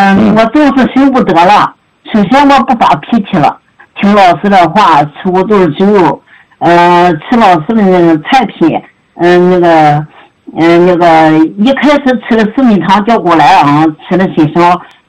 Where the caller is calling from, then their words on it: Changji, Xinjiang, China; 我是新疆昌吉的学员，今年74岁了